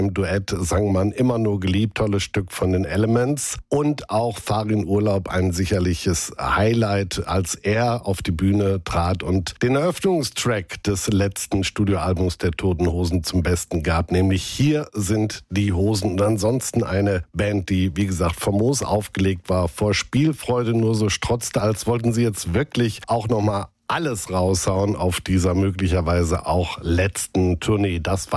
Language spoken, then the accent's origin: German; North Rhine-Westphalia, Germany; Wir sind ja beide aus NRW.